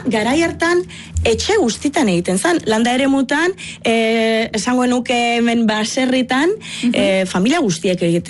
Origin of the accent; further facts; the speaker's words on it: Florence, Tuscany, Italy; moved away; ba ni Firentzekoa naiz, eta Toskanan dago Firentze, dakizuen bezala